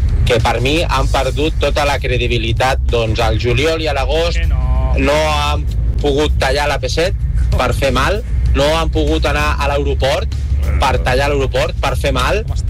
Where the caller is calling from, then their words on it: Castelldefels, Catalonia, Spain; de Castelldefels